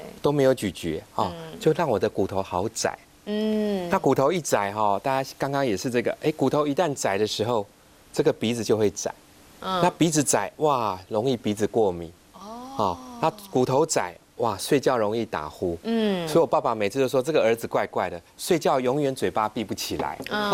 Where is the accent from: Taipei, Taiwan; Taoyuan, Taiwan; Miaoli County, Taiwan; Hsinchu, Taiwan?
Taipei, Taiwan; born there; also born or lived in Hualien; 因为我从小住在花莲，两岁的时候搬到台北